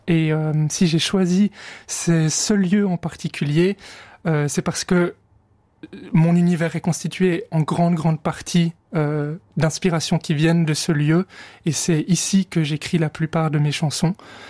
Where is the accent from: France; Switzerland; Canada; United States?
Switzerland; Moutier, Bern; born there; c'est effectivement la ville où je suis né